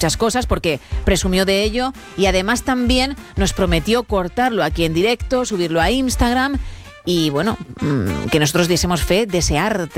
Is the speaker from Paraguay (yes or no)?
no; Campania, Italy; Spanish is a second language; Soy de cerca de Positano, pero y fíjate, nunca lo he dicho, creo, pero bueno, ahí lo dejo, no voy a decir exactamente qué pueblo.